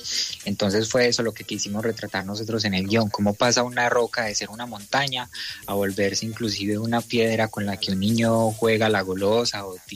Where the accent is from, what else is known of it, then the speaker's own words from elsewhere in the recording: Santa Bárbara, Antioquia, Colombia; yo pues en la calidad de director, que soy de Santa Bárbara, Antioquia, y Luis Cuadros, que es de Bello. Éramos tres paisas recorriendo los territorios de Portugal